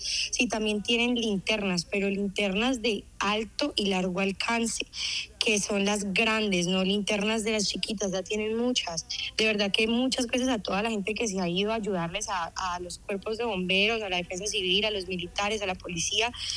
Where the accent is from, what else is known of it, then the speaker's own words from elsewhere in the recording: Cali, Valle del Cauca, Colombia; hoy acá desde Cali estoy, bueno, yo soy caleña, también me vi afectada